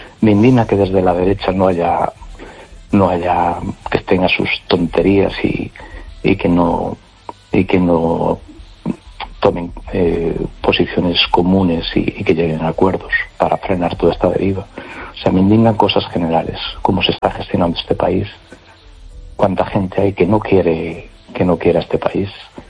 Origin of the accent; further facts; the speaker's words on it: A Coruña, Galicia, Spain; Hola, buenas noches. … de Coruña.